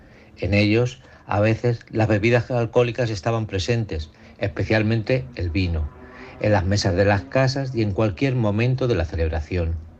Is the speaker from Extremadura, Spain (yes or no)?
no; Socuéllamos, Castilla-La Mancha, Spain; década de 1960, en mi pueblo, Socuéllamos, un pueblo manchego de gran tradición vinícola, una merienda muy habitual que tomábamos los niños era una cata de vino.